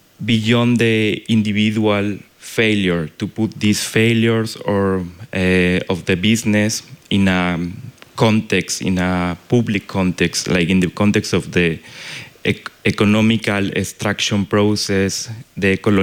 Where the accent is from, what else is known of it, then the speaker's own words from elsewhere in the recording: Campeche, Mexico; I decided like to come to Campeche, to my hometown, for 2 months, and to live again with my mother.